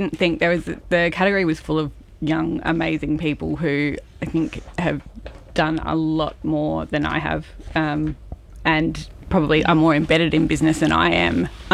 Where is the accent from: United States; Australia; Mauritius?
Australia; Queensland; moved away as an adult; now in Northern Tasmania, Australia; I am originally from Queensland, actually. I've made my way down